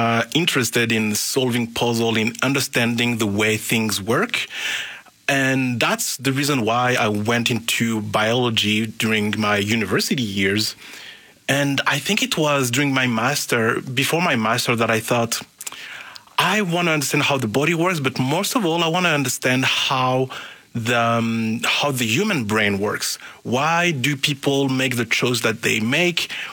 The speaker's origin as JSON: {"language": "English", "town": "Paris", "region": "Île-de-France", "country": "France", "tie": "born or raised there", "moved": "yes", "lives_now": "Canada", "said": "I grew up in Paris. I was born and raised in Paris. And I grew up in a family that was originally from Comoros, from the Comoros Island in the Indian Ocean."}